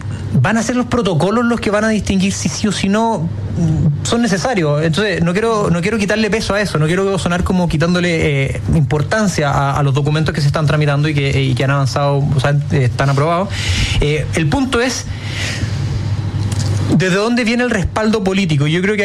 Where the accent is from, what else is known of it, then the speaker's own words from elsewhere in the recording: Chile; es realmente imposible poder coordinarnos como chilenos